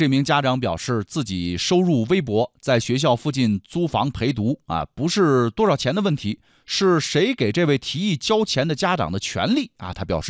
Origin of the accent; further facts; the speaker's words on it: Heilongjiang, China; moved away; 我记得因为我在黑龙江啊，在东北上小学